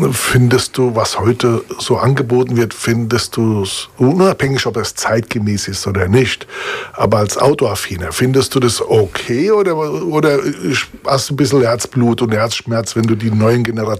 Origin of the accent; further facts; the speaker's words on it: Italy; now in Germany; kam als Italiener